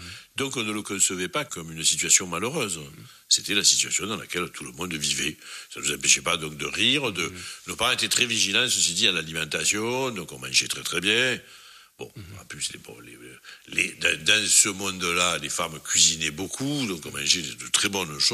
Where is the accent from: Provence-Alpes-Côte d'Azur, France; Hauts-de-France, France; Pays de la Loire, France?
Provence-Alpes-Côte d'Azur, France; Marseille; Et je n'étais même pas marseillais, j'étais de l'Estaque, hein. Enfin, j'étais de ce quartier-là.